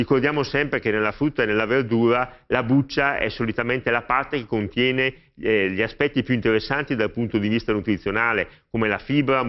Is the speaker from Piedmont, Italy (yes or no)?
no; Brescia, Lombardy, Italy; io che sono bresciano mi ricordo della patata di Gottolengo in provincia di Brescia